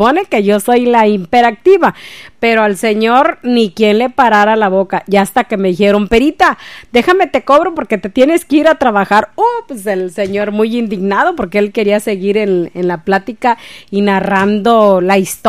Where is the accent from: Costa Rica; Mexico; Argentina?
Mexico; Apatzingán, Michoacán; yo soy muy propia de Apatzingán, Michoacán